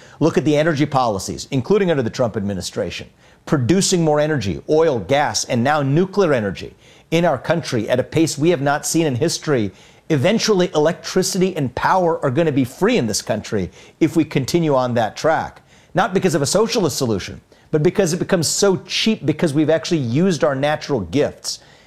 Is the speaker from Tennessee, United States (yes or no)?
no; Ohio, United States; including in my home state of Ohio.